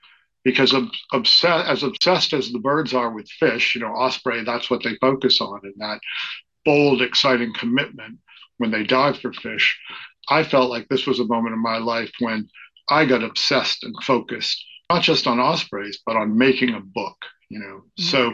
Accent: Worcester, Massachusetts, United States; also born or lived in Boulder, Colorado; moved back to my real hometown of Worcester and found out I had testicular cancer when I was 30. And I was saved from Worcester by moving to Boulder, Colorado to go to school.

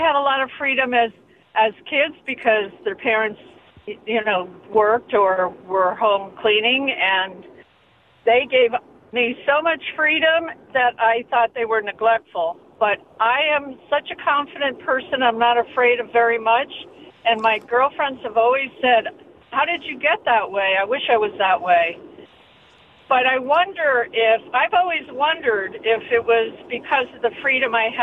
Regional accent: New Jersey, United States; now in Plum Island, United States; My parents were from the Bronx, and they raised me in New Jersey, and they thought, in a little town

